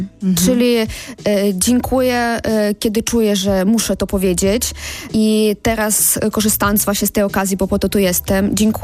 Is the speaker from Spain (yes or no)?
no; Ukraine; now in Poland; jestem z Ukrainy